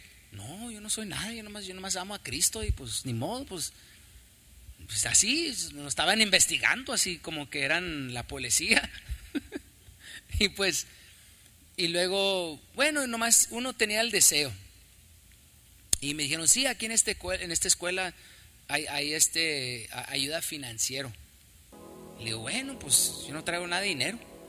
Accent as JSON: {"language": "Spanish", "region": "Chihuahua", "country": "Mexico", "moved": "yes", "said": "Ah, pues, Chihuahua"}